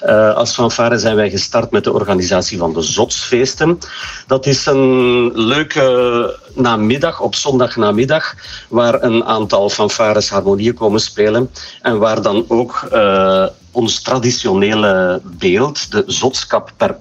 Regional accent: Terhalfene, Flanders, Belgium; Nu, onze bijnaam, wij zijn zotten van Terhalfenen. Wij zijn niet gek, maar wij maken heel veel plezier.

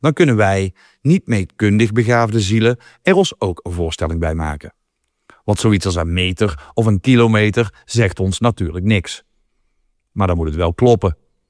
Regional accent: Belgium

